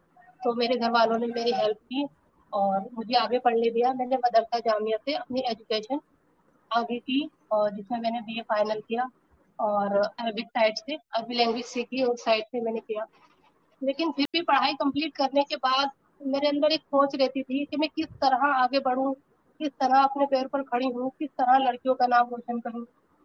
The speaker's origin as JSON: {"language": "Hindi", "town": "Rampur", "region": "Uttar Pradesh", "country": "India", "said": "और मैं रामपुर शहर के छोटे से मोहल्ले कलकत्ता की रहने वाली हूँ।"}